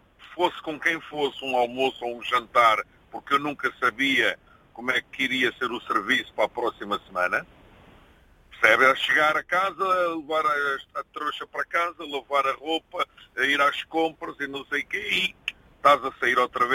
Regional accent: Lisbon, Portugal; born or raised there; moved away as an adult; also born or lived in Coimbra / Aveiro; now in Belgium

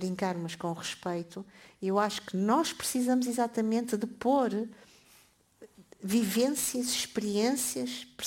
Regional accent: Portugal; Eu não sou apenas portuguesa. Eu sou portuguesa e mais qualquer coisa.

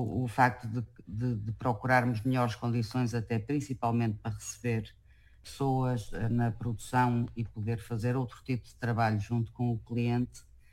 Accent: Portugal; Isto foi especialmente marcante para mim como portuguesa

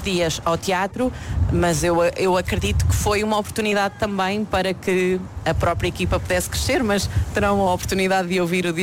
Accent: Marinha Grande, Centro, Portugal; na minha terra, na Marinha Grande

